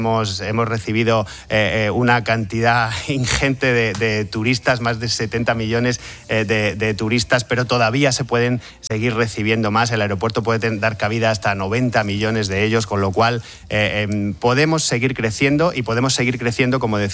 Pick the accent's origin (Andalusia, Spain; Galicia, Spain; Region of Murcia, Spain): Region of Murcia, Spain; Murcia; now in Madrid, Spain; yo soy de Murcia y, por supuesto, me siento un madrileño de Murcia y lo llevo muy a gala.